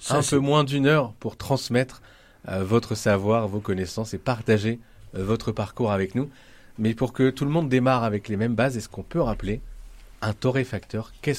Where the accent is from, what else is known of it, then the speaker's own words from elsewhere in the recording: Paris, Île-de-France, France; moi je suis même de Paris.